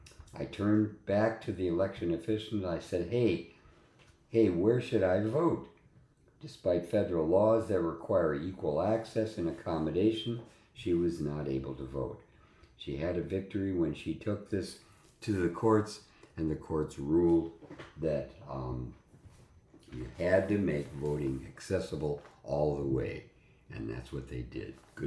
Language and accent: English; Michigan, United States; Okay, in Michigan, the state of Michigan, my home state actually